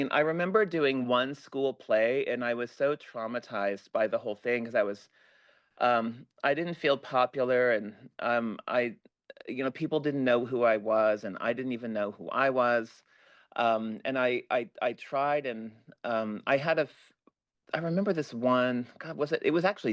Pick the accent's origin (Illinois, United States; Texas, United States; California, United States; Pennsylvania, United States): Texas, United States; also born or lived in Idaho / Colorado; I went to public school, the American public school system, growing up in Texas and Idaho and Colorado.